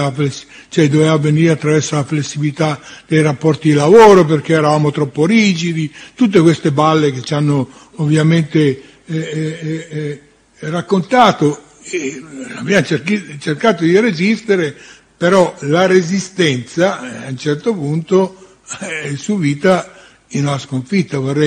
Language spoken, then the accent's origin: Italian; Lombardy, Italy; visto che siamo lombardi tutti